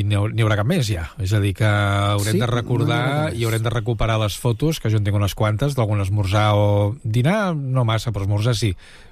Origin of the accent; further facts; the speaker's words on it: Terrassa, Catalonia, Spain; jo no em considero de Matadepera perquè no ho he sigut mai, sóc terrassenc, però és que he passat moltes hores allà.